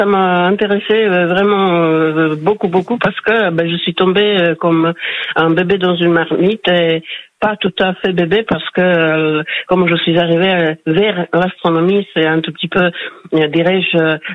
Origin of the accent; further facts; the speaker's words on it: Slovakia; French is a second language; moved away as an adult; now in France; j'avais mon diplôme de mon pays d'origine de la faculté de FFUK, de l'université de Comenius